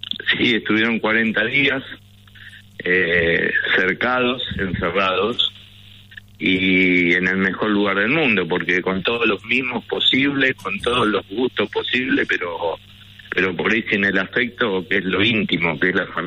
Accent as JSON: {"language": "Spanish", "country": "Argentina", "said": "Es imposible, siendo argentino, no ilusionarse."}